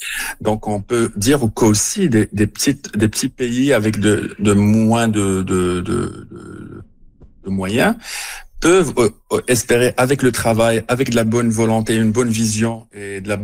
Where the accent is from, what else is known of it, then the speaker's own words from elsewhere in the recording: Morocco; d'où mon origine, je suis marocain, mais aussi je vais mentionner un peu le rêve marocain